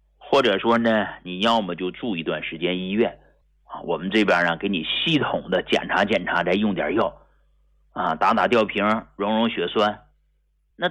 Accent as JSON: {"language": "Chinese", "town": "Hegang", "region": "Heilongjiang", "country": "China", "tie": "born there", "said": "你像我出生在黑龙江鹤岗这么个地儿啊，都说一年四季一年四季，但我就感觉鹤岗这个地儿一年就三个季节"}